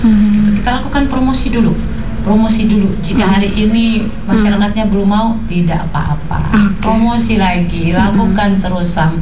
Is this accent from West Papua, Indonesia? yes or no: yes; Fakfak, West Papua, Indonesia; kita orang Fafak ini, Fafak ini suka musik.